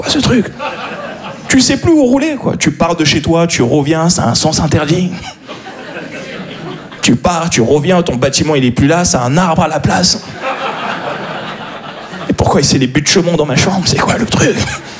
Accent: Paris, Île-de-France, France; je suis un Parisien, voilà ce que je suis.

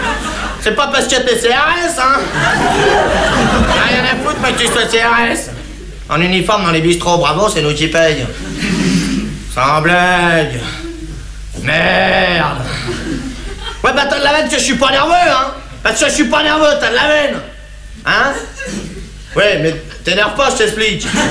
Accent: France; Je suis mal placé, oui.

